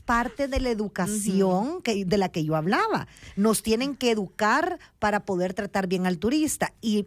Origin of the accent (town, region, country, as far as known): El Salvador